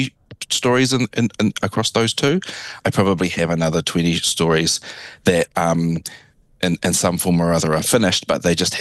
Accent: New Zealand; also born or lived in Brisbane / Edinburgh

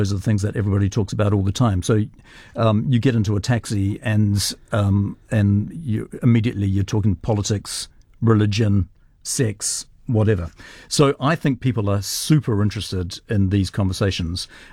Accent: Singapore; I was brought up in Singapore when my father was the chaplain of St. Andrew's College in Singapore

